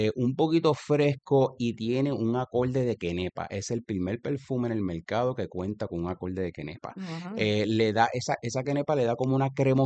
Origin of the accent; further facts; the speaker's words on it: Puerto Rico; tenía que representarme a mí como boricua